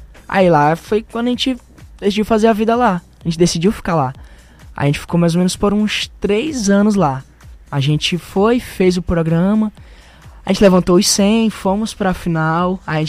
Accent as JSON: {"language": "Portuguese", "town": "Belo Horizonte", "region": "Minas Gerais", "country": "Brazil", "said": "No lugar onde eu fui criado, né, que eu sou mineiro. Sou mineiro, né, de Belo Horizonte, Minas Gerais, só que eu vim pra cá"}